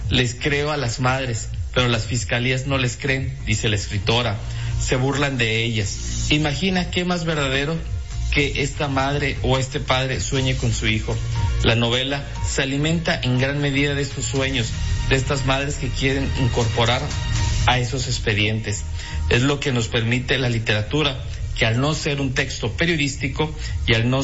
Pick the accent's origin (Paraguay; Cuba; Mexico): Mexico; Quería contar esta historia porque soy mexicana y porque crecí en este país